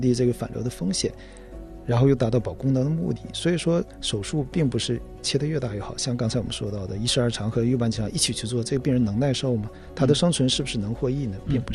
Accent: China

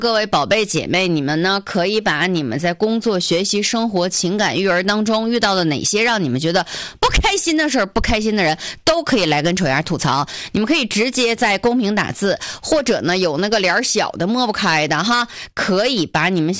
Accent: Dunhua, Jilin, China; 我作为延边州出来的敦化市的姑娘啊，土生土长的敦化姑娘

